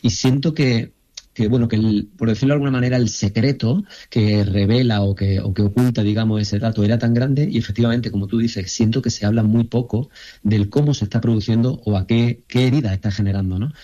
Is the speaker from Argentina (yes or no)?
no; Jaén, Andalusia, Spain; Y para que se entienda, soy de Jaén y de familia que ha trabajado el campo, ¿no?